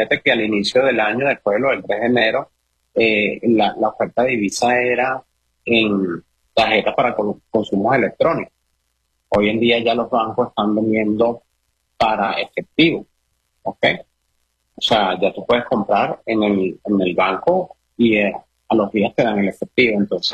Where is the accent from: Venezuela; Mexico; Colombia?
Venezuela; nosotros como venezolanos acá.